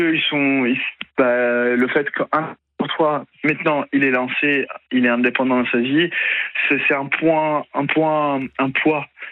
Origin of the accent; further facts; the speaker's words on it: Morocco; Vous savez, quand on est marocain, en fait, ma mère, elle me dit que Dieu te protège. Parce qu'on est très croyants, on est musulmans, on est donc la religion fait partie vraiment de notre vie quotidienne.